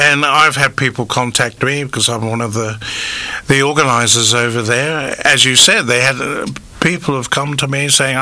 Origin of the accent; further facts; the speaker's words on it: United Kingdom; now in Australia; I have. Yep. Yes, I have indeed. I'm proudly British.